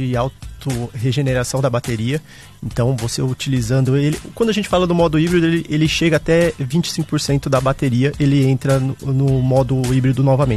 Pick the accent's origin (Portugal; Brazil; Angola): Brazil; São Paulo; eu sou do interior de São Paulo também, eu vou direto ali pra Marília.